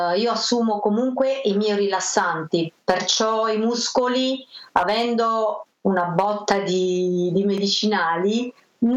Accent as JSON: {"language": "Italian", "region": "Apulia", "country": "Italy", "said": "sempre da sola perché giustamente essendo pugliese io mi devo spostare, fare i viaggi della speranza, come diciamo noi."}